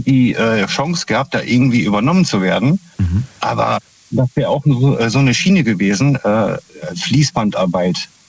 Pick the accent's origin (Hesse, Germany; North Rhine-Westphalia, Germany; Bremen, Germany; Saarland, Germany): North Rhine-Westphalia, Germany; Minden; Ja, ich weiß nicht, ob du schon mal gehört hast, aus Minden.